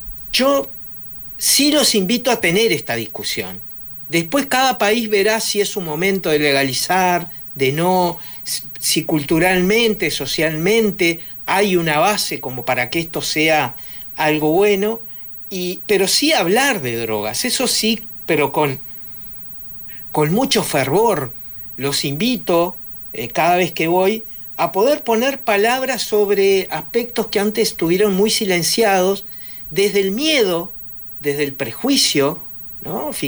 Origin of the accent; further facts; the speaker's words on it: Uruguay; Yo como uruguayo, no ecuatoriano, soy muy respetuoso de la idiosincrasia de cada país